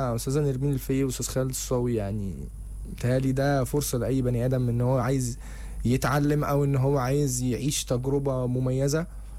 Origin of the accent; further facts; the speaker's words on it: Alexandria, Alexandria Governorate, Egypt; also born or lived in Cairo; انا اصلا من اسكندرية، فانا عشت 8 سنين فلوحدي مغترب في القاهرة بقى